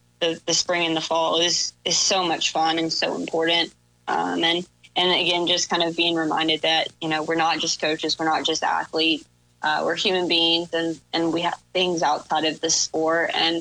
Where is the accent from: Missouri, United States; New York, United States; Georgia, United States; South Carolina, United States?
South Carolina, United States; moved away; I grew up in South Carolina, and so a little bit more Baptist myself